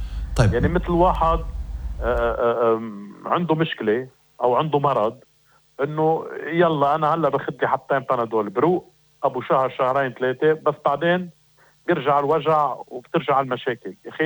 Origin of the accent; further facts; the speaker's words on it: Lebanon; لازم نحن كلبنانيين نخلص من هيدا الموضوع